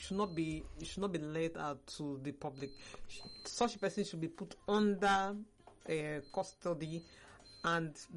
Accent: Nigeria; because to me, personally, I'm a Nigerian.

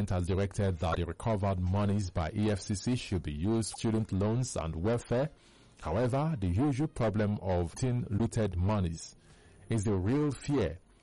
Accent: South, Nigeria; I'm from South, but I don't believe in tribal.

